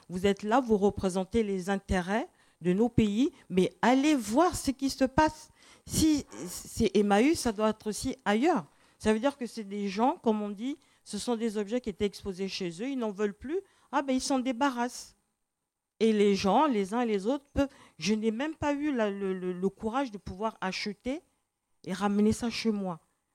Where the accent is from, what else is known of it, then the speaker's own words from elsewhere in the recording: Gabon; Et moi, je suis originaire du Gabon